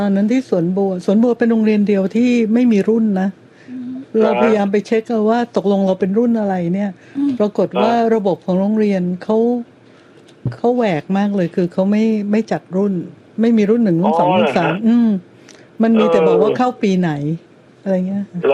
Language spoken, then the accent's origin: Thai; Bangkok, Thailand; นั้นเป็นคนกรุงเทพค่ะเกิดที่กรุงเทพ